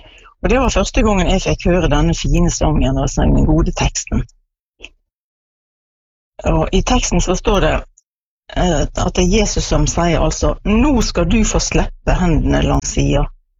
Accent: Askøy, Vestland, Norway; now in Stranda, Norway; Jeg bor på Stranda sammen med mannen min. Men jeg er født og oppvokst på Askøy.

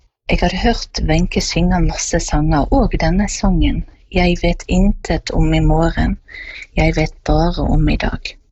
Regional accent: Bergen, Vestland, Norway; og jeg kommer fra Åsane nord for Bergen.

